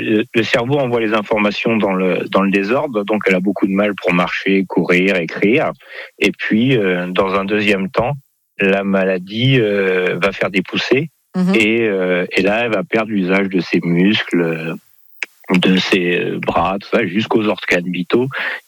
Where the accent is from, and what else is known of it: Normandy, France